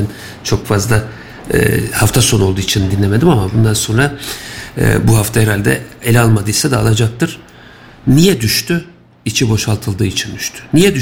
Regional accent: Kayseri, Turkey; Bir Kayserili olarak üzüldük.

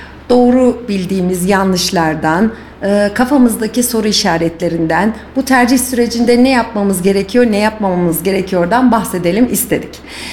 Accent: Kayseri, Turkey; biz bile bir Kayserili olarak

